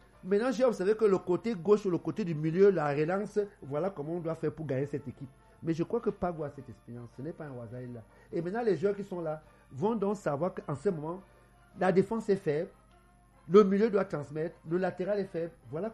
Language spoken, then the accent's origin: French; Cameroon; quand on est Camerounais, on est fort dans la tête.